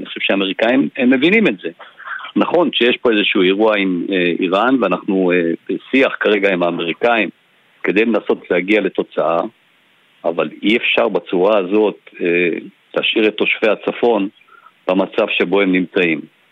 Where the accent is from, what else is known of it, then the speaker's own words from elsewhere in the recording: Sde Eliezer, Northern District, Israel; אני נולדתי וגדלתי בצפון, אני תושב שדה אליעזר